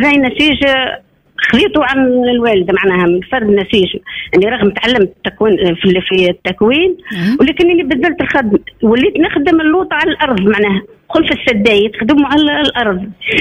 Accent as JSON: {"language": "Arabic", "region": "Sfax Governorate", "country": "Tunisia", "tie": "born or raised there", "moved": "yes", "lives_now": "Agareb, Tunisia", "said": "أصيلة زليانة."}